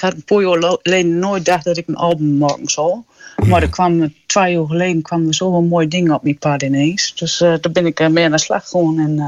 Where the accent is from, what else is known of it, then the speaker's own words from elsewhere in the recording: Valthermond, Drenthe, Netherlands; Ik kom van Valthermond.